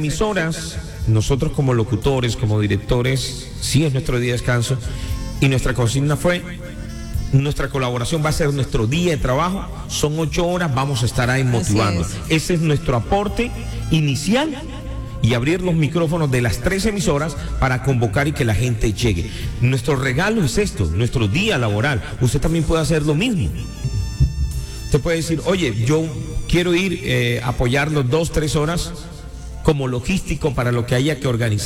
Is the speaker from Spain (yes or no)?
no; Colombia